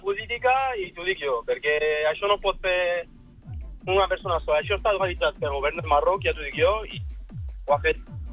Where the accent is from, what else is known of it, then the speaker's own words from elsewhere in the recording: Bolivia; Jo és que no soc d'allà, soc de Bolívia o no.